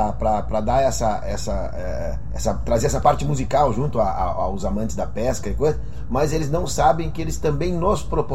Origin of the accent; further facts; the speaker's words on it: Porto Alegre, Rio Grande do Sul, Brazil; born there; É, eu tô mais cidadão barrense que porto-alegrense. Eu nasci em Porto Alegre, mas...